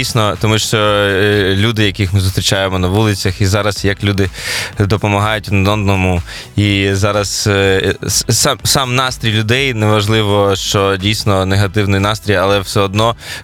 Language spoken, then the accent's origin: Ukrainian; Kyiv, Ukraine; я такий виріс в спальних районах, я народився і виріс на Троєщині, а потім уже переїхав на Оболонь